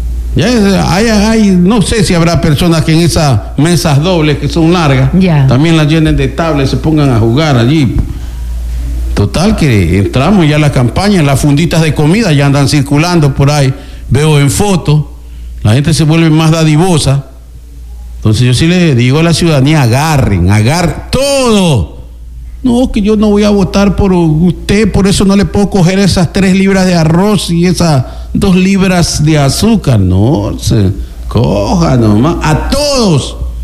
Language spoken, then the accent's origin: Spanish; Santa Elena, Ecuador; yo vine recorriendo de la provincia de Los Ríos hasta venir aquí a mi tierra linda y hermosa